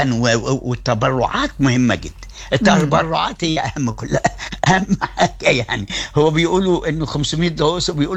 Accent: Egypt; عندنا في مصر

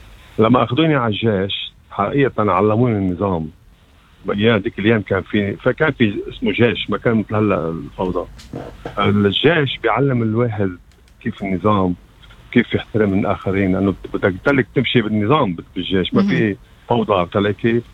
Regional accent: Lebanon; born there; moved away; يعني خلقت بلبنان أنا وإخواتي كلياتنا

